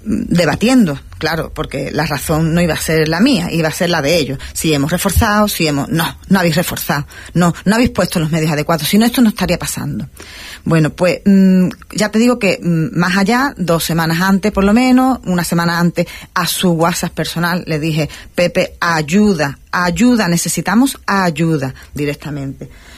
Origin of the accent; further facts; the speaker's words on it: Ceuta, Spain; vamos a demostrar lo que somos los ciudadanos de Ceuta y vamos a darle eso, una guanta sin mano, lo que se suele decir, una buena guanta sin mano, y decirle que los ciudadanos de Ceuta somos ejemplares